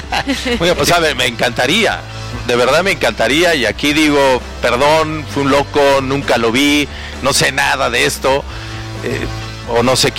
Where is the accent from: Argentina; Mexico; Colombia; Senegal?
Mexico; Creo que lo más importante como mexicanos es que caigan